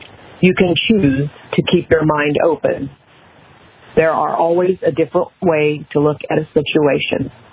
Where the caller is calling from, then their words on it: Yorktown, Indiana, United States; I'm from Yorktown, Indiana. I'm 69 years young.